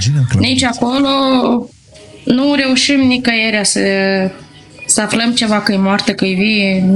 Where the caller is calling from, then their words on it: Moldova; eu sunt din Republica Moldova.